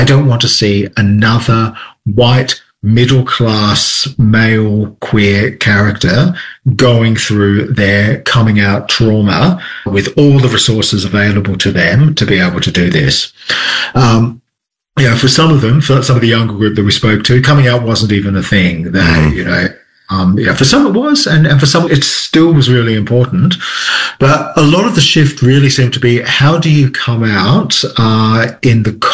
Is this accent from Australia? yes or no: yes; Australia